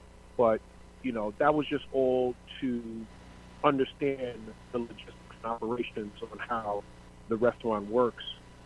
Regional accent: New York, United States; with my grandparents and parents with some Caribbean and Southern background. I was born and raised in Queens. Moved around a bit, but most of my time was spent in Queens.

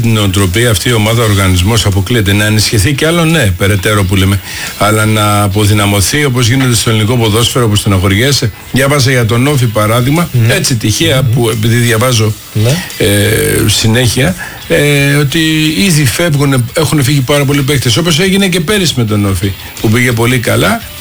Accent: Greece; ως Έλληνας

